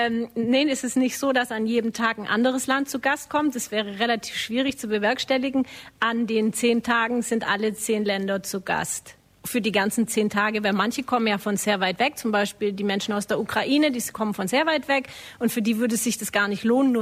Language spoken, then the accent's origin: German; Ulm, Baden-Württemberg, Germany; Ich komme aus Deutschland, ich komme aus Ulm.